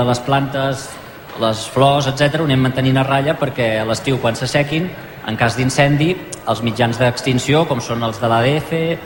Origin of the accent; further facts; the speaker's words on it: Igualada, Catalonia, Spain; jo no sóc d'aquí, jo sóc fill d'Igualada, he estat tombant, i des del 2011 que baixo aquí a Sant Boi